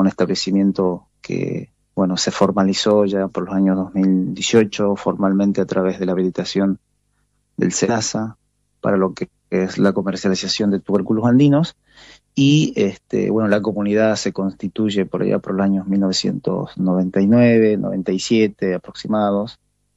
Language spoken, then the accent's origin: Spanish; Colanzulí, Salta, Argentina; Nosotros somos de Colanzulí, que está ubicado en el departamento de Iruya, en la provincia de Salta. Está bien al norte de la provincia de Salta.